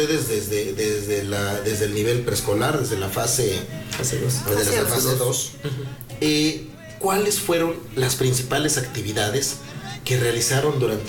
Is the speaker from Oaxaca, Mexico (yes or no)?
no; San José Miahuatlán, Puebla, Mexico; Está la parte baja de donde yo soy, San José Miahuatlán